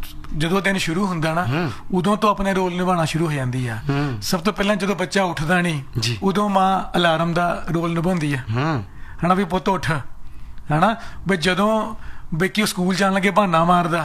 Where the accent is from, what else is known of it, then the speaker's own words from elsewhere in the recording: Phagwara, Punjab, India; ਮੈਂ ਫਗਵਾੜੇ ਦਾ ਰਹਿਣਾ ਲਵਾਂ